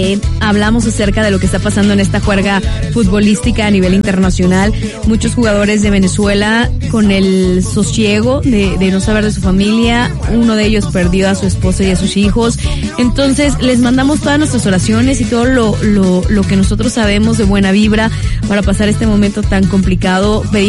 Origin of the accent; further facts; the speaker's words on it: Mexico; demostrar por qué somos mexicanos y que México es el ombligo del mundo.